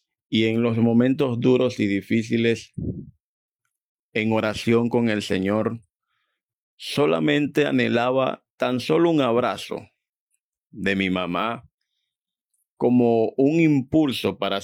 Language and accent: Spanish; Venezuela; moved away as an adult; now in Colombia; Tengo 8 años acá en Colombia, ya casi cumplo 9. Soy de Venezuela y no he podido viajar a mi tierra natal.